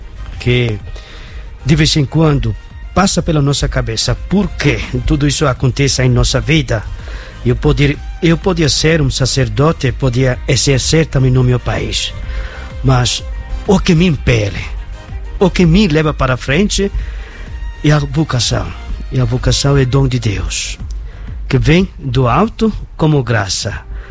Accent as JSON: {"language": "Portuguese", "country": "Bangladesh", "also_born_or_lived": "Italy / Portugal / Guinea-Bissau", "second_language": "Portuguese", "moved": "as an adult", "lives_now": "Amapá, Brazil", "said": "eu sou asiático, venho do Bangladesh."}